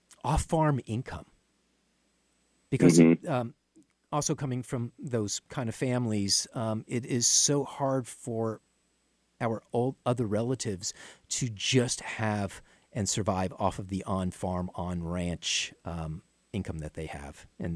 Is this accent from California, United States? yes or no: yes; Santa Clara Valley, California, United States; born or raised there